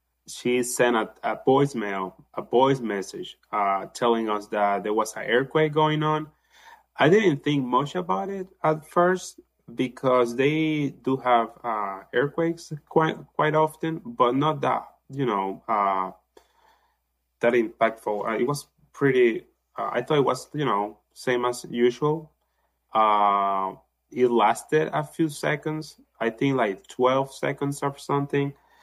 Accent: Barquisimeto, Lara, Venezuela; now in Bloomington, United States; I'm from Barquisimeto, which is 5 hours west of Caracas, which is the main city, that the capital, and the city that got impacted the most.

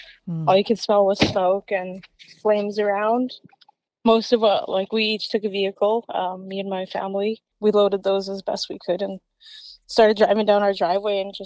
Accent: Penticton, British Columbia, Canada; We're both from large families. I'm originally from Penticton, and my home community is Penticton Indian Band, and my partner's home community is Okanagan Indian Band.

